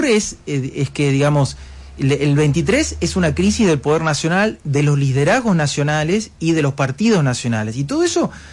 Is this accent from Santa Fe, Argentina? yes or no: no; Córdoba, Argentina; Yo soy una persona que vengo del interior, no vengo del AMBA. Pero cuando vos vas al interior, soy de Córdoba.